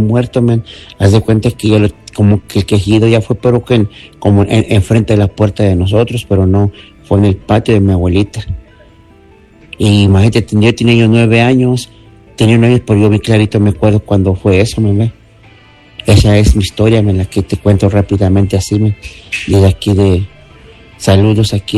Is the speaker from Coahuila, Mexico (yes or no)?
no; Apizaco, Tlaxcala, Mexico; Tenía yo 9 años. Ya en Apizaco. Yo soy originario de Apizaco, Cerrito de Guadalupe.